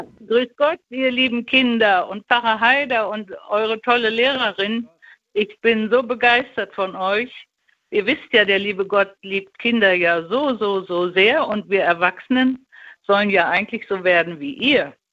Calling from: Bavaria, Germany; Ich rufe aus Bayern an, aus Deutschland.

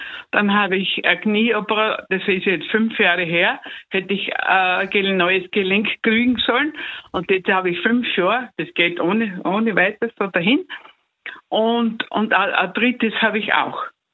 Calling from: Styria, Austria; ich bin aus der Steiermark. Ich bin jetzt 80 Jahre alt.

